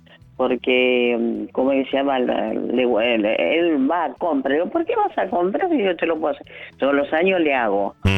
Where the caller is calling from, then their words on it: Chaco, Argentina; yo soy del Chaco